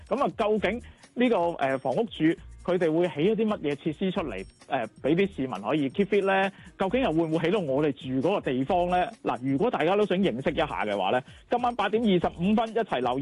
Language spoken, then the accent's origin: Cantonese; Hong Kong; 跨境婚姻咧係我哋香港人結婚嘅主流嚟喎